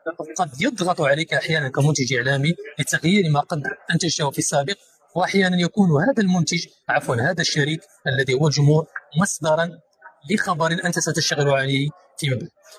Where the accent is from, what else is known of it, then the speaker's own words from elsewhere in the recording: Morocco; أنا أستاذ مغربي في معهد عالي لمهنة السمع البصري والسينما.